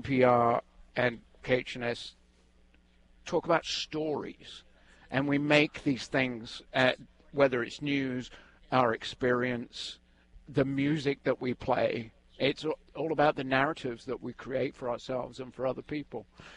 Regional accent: South West England, United Kingdom; now in United States; I am from Devon, which is the southwest corner.

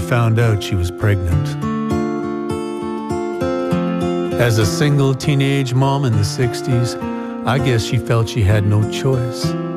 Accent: Maple Ridge, British Columbia, Canada; I grew up in Maple Ridge, B.C., a mill town on the banks of the big brown Fraser River.

